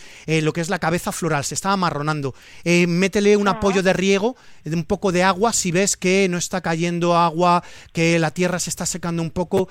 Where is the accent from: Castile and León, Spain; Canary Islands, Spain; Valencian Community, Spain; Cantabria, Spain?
Valencian Community, Spain